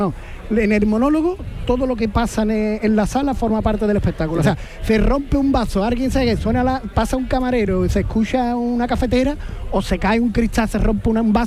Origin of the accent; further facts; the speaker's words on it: Jerez de la Frontera, Andalusia, Spain; soy de Jerez de la Frontera, donde se comen las papas enteras.